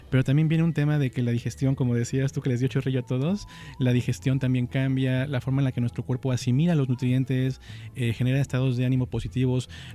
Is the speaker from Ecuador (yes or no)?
no; Veracruz, Mexico; Somos un estado muy afortunado. Un país en general, pero Veracruz tiene lo suyo.